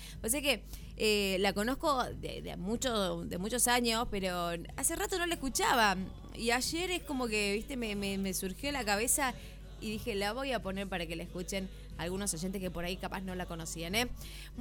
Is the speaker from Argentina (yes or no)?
yes; Argentina; tenemos como argentino a nuestro Messi